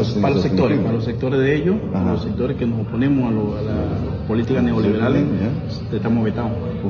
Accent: Azuero, Panama; Vengo de la de provincia central, en lo que es el centro de Panamá.

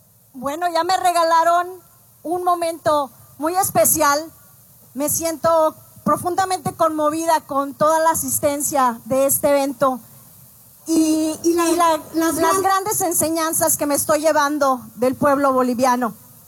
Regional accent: Zacatecas, Mexico; en Zacatecas, de la ciudad de donde yo vengo

